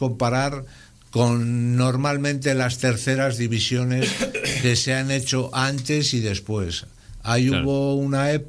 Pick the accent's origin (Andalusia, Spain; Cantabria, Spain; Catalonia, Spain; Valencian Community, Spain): Cantabria, Spain; Laredo; quería venirme a mi pueblo